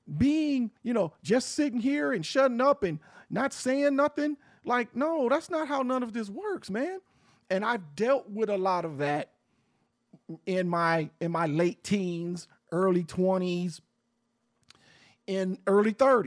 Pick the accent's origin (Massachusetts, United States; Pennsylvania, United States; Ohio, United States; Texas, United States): Ohio, United States; Cleveland; The 137 shots with Tim Russell and Melissa Williams in Cleveland from my hometown.